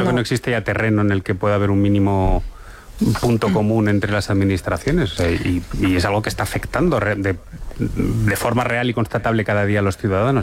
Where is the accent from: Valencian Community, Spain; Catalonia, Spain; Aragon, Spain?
Valencian Community, Spain; yo, bueno, soy valenciano, recuerdo en La Dana